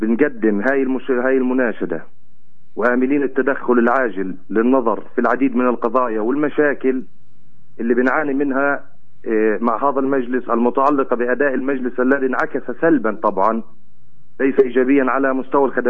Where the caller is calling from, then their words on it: Al-Minya, Palestine; عندنا في المنيا،